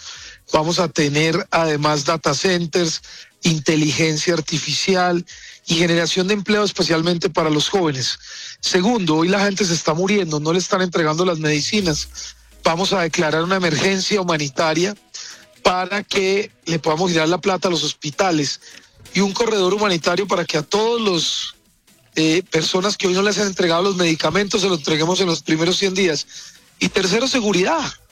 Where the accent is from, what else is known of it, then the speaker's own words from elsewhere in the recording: Medellín, Antioquia, Colombia; somos bachilleres del Colegio San José, nacimos en Medellín